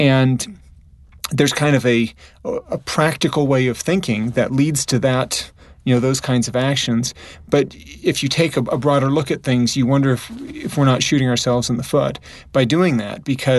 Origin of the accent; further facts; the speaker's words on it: St. Louis, Missouri, United States; born there; also born or lived in Sweden; I was born in St. Louis in the Midwest, and being in Sweden for those 3 years really, I think, as a child, helped to expand my view of the world